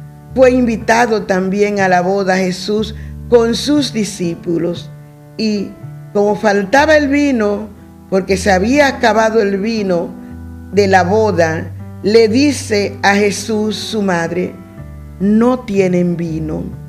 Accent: Dominican Republic; nosotros como dominicanos

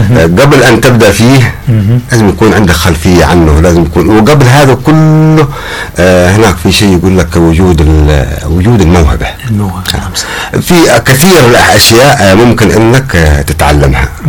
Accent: Do'an, Hadramaut, Yemen; انا من مواليد دوعن. وجيت من دوعن اللهجه حقنا كانت مختلفه عن لهجه الساحل

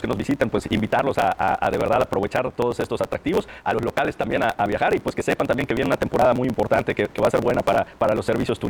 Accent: Yucatán, Mexico; Y los que somos locales

